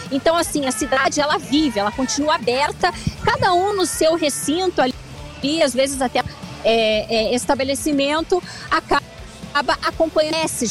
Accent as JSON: {"language": "Portuguese", "town": "Curitiba", "region": "Paraná", "country": "Brazil", "said": "Eu que sou de Curitiba, sou acostumada."}